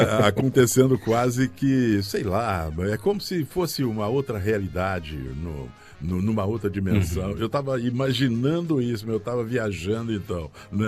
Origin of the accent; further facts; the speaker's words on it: Bahia, Brazil; Eu sou baiano com muito orgulho.